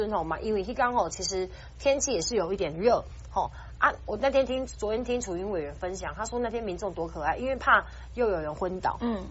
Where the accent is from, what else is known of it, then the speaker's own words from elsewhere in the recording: Kaohsiung, Taiwan; moved away; 我本身是高雄人